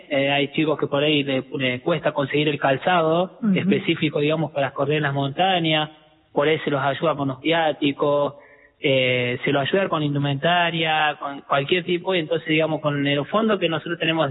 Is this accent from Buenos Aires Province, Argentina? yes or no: no; Córdoba, Argentina; bueno, yo soy de Córdoba